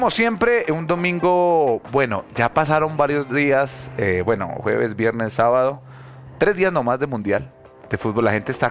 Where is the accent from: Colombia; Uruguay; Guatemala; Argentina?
Colombia